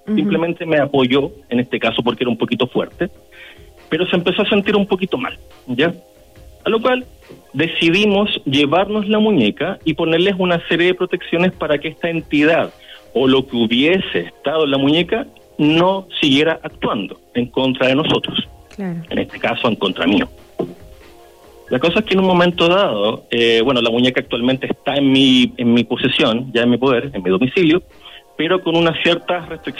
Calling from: Maipú, Santiago Metropolitan Region, Chile; De aquí, de la comuna de Maipú, República Independiente Maipú.

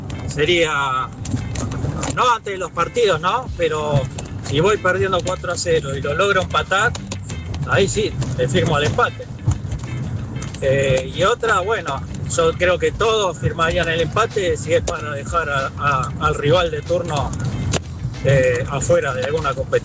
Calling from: Buenos Aires, Argentina; de La Boca.

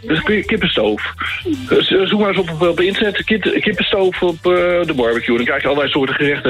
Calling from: Castricum, North Holland, Netherlands; Wij zitten in Castricum

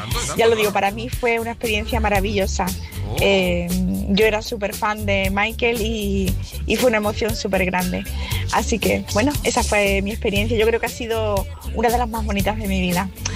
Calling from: Córdoba, Andalusia, Spain; de Córdoba.

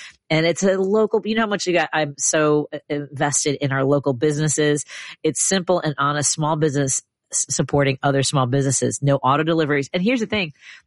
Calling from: Brooklyn, New York, United States; Hey, everybody. I am broadcasting today from Brooklyn.

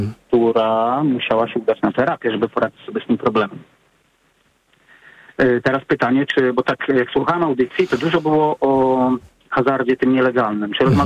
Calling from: England, United Kingdom; wiem, czy mogę się opowiedzieć, bo ja z Anglii dzwonię, nie z Polski.

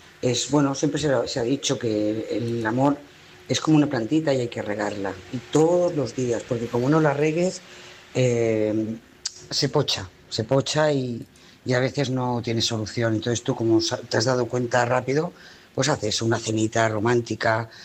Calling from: Lloret de Mar, Catalonia, Spain; Lloret de Mar.

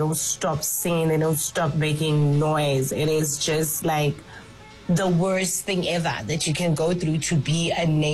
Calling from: Fourways, Gauteng, South Africa; I'm here from Four Ways.

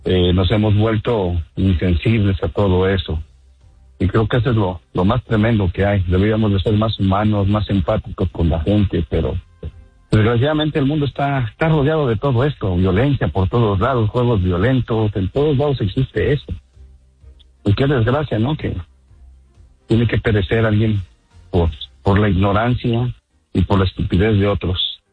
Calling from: Vero Beach, Florida, United States; Buenos días, Andreina, de aquí de la Florida, exactamente de Vero Beach.

